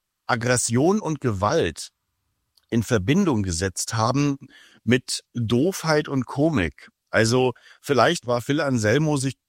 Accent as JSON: {"language": "German", "country": "Germany", "said": "ich als Deutscher kann ja immer nur oberflächlich mit den Texten umgehen."}